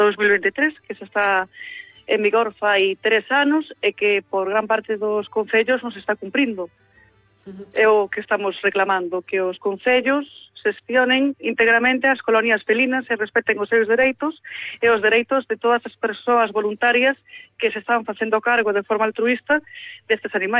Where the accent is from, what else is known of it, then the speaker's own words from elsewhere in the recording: Ribeira, Galicia, Spain; also born or lived in Santiago de Compostela; Eu, pois, son de Ribeira e de Santiago